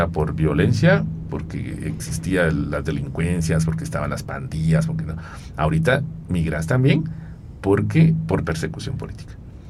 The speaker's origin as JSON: {"language": "Spanish", "country": "Guatemala", "said": "nosotros como guatemaltecos"}